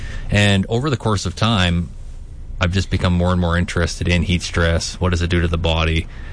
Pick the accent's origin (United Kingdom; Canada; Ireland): Canada; moved away as an adult; now in Shreveport, United States; I'm originally from Canada, and so yeah. I originally came here in 2012 to do a training camp because I was on the Canadian national weightlifting team.